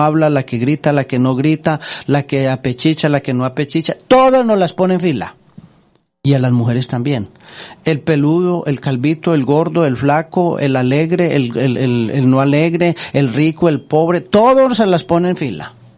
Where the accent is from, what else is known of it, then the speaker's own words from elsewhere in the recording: Antioquia, Colombia; Voy a decir un dicho muy antioqueño de acá de mi tierra.